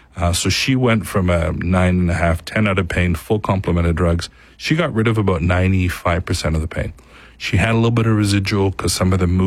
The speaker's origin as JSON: {"language": "English", "country": "Canada", "said": "I am from Canada. I grew up north of here, but yeah."}